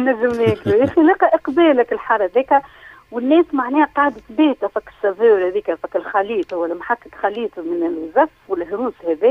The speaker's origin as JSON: {"language": "Arabic", "country": "Tunisia"}